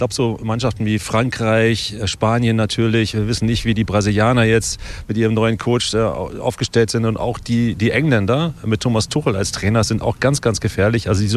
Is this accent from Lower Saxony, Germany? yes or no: yes; Hanover, Lower Saxony, Germany; wir als Hannoveraner sind natürlich ein bisschen enttäuscht